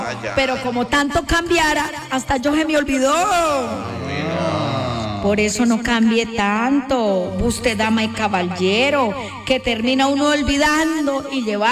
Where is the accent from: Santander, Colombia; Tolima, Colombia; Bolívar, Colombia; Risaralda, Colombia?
Santander, Colombia; born there; Yo no nací ahí, yo nací en García Rovira